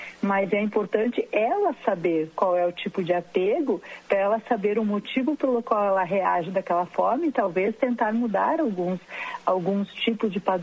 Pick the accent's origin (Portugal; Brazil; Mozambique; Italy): Brazil; Alegria, Rio Grande do Sul; born there; moved away; Eu sou de Alegria